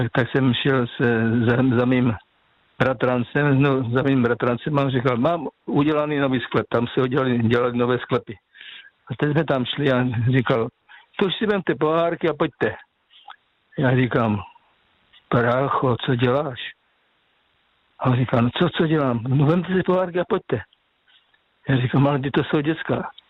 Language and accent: Czech; Moravian Slovakia, Czechia; já pocházím ze Slovácka, tam se říká stařenka, ne babička.